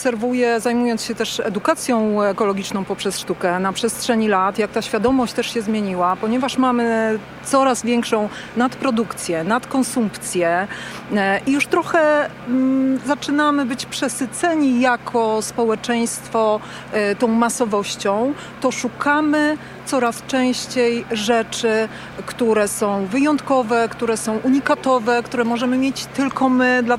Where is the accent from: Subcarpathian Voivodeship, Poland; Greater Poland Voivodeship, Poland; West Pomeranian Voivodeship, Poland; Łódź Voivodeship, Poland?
Łódź Voivodeship, Poland; Łódź; No, ja jestem łódzka.